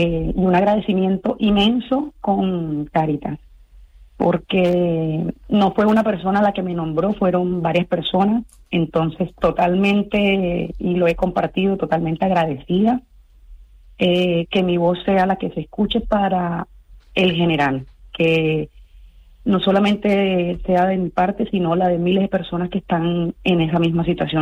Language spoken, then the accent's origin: Spanish; Cartagena, Bolívar, Colombia; moved away as an adult; Sí, soy de Cartagena, Colombia.